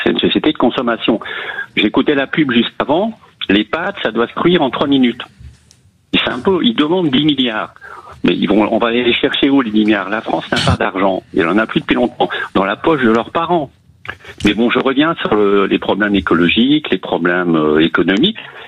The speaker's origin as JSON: {"language": "French", "country": "Belgium", "said": "Bon, je suis belge, on n'a pas cette... Quoique maintenant, c'est arrivé en Belgique aussi."}